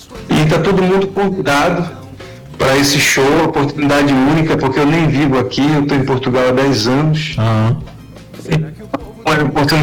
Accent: Recife, Pernambuco, Brazil; Meu pai é sertanejo, né? Eu cresci no Ibura, mas minha família veio do sertão do interior de Pernambuco.

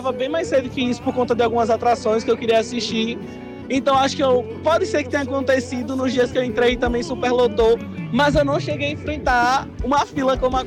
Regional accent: Recife, Pernambuco, Brazil; also born or lived in Maragogi; now in Caruaru, Brazil; eu sou natural de Recife, mas eu, como mesmo nós dizemos, eu moro em Maragogi.

